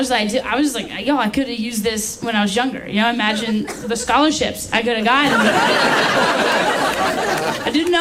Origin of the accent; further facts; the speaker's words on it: the South, United States; I'm from the South.